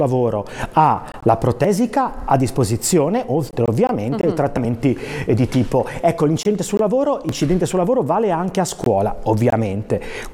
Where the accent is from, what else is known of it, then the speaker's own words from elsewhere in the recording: La Spezia, Liguria, Italy; Perché io che vengo da Spezia e sono sindaco di Riccò del Golfo di Spezia